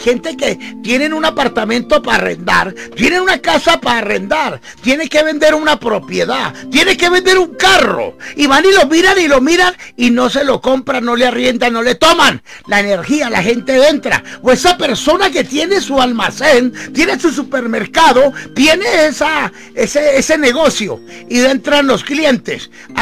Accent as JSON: {"language": "Spanish", "town": "Paya", "region": "Boyacá", "country": "Colombia", "tie": "born there", "said": "Tengo 58 años. … Nací en Paya, Boyacá."}